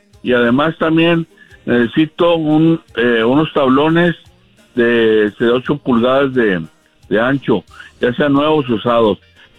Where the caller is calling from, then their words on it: Monterrey, Nuevo León, Mexico; de Monterrey.